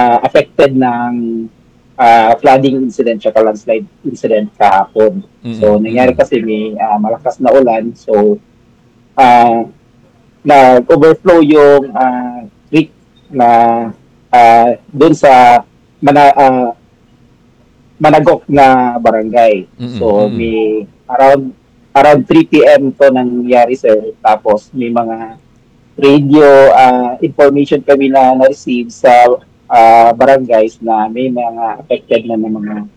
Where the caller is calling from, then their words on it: Malaybalay, Northern Mindanao, Philippines; Yung cause ng flooding incident dito sa amin sa Malaybalay City, especially sa Basakan area district, is due to heavy rains na na-spirit sa kahapon.